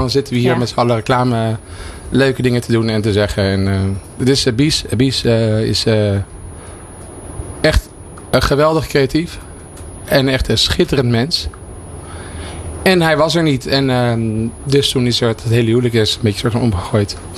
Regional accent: Amsterdam, North Holland, Netherlands; We komen allebei uit Amsterdam-Noord.

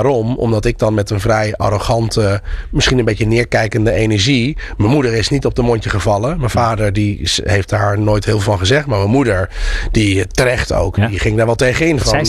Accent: North Holland, Netherlands; born there; also born or lived in Zaandam; ik ben geboren in Ossaan. Ik ging in Zaandam naar de binnenbare school.

